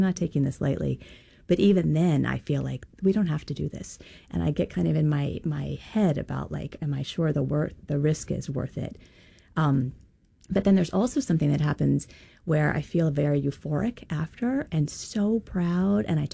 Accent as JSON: {"language": "English", "region": "Kentucky", "country": "United States", "said": "I'm from Kentucky."}